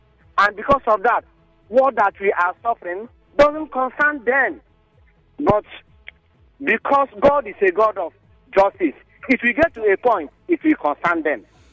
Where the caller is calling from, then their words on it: Oyibo, Rivers, Nigeria; I am calling from Oyibo.